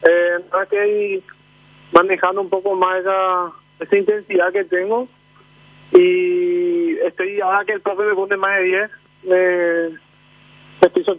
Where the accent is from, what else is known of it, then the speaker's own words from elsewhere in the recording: Paraguarí, Paraguay; De la ciudad mismo. El centro mismo.